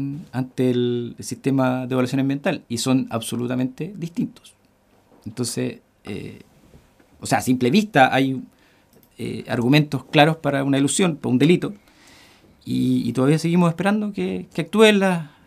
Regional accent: Santiago, Santiago Metropolitan Region, Chile; born there; now in Chiloé, Chile; yo nací en Santiago, pero siempre he sido, mi corazón está acá. De hecho, mi vida la he desarrollado acá

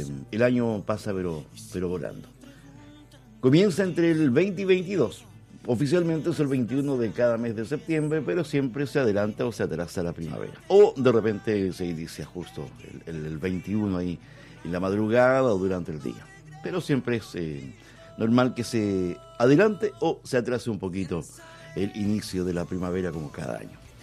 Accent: Chile; mes importante para nosotros como chilenos

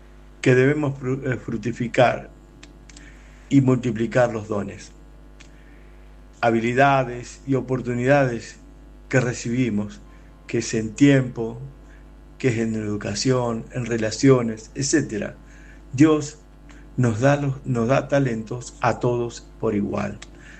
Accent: Argentina; soy de Argentina

